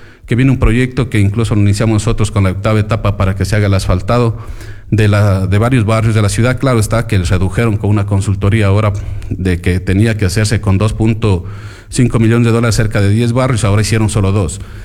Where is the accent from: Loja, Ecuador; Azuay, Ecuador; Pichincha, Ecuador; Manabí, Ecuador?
Loja, Ecuador; Catamayo; born there; Es mi tierra, claro, ahí nací